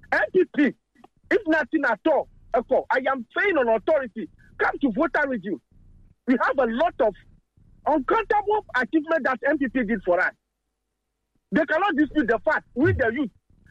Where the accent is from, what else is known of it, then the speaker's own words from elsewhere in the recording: Ghana; And so let's be serious as a Ghanaian. Let us be serious.